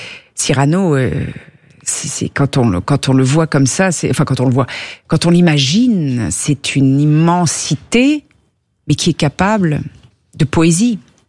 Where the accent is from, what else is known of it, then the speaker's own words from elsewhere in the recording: Paris, Île-de-France, France; also born or lived in Cannes; moi j'ai vécu en France, à Paris, et c'est vrai, je suis née à Cannes et je connais bien Cannes parce que ma grand-mère y habitait et on y allait tout le temps.